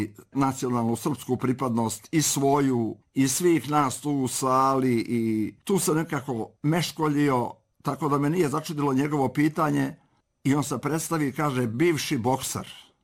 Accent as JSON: {"language": "Serbian", "country": "Montenegro", "said": "koji smo iz Crne Gore, a hrišćani smo pravoslavci, svi smo Srbi."}